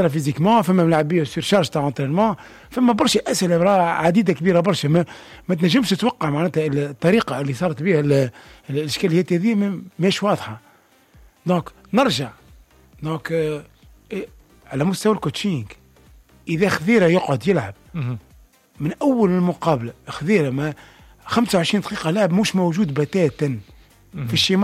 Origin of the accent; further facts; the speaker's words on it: Tunisia; اني لهنا كتونسي